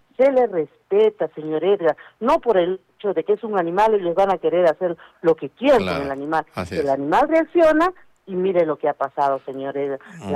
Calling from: Chuquibamba, Arequipa, Peru; yo soy de Chuquibamba

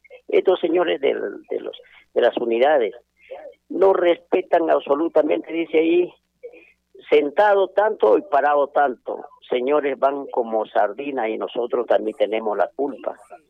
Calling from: Arequipa, Peru; Yo tengo la suerte de estar acá en Arequipa

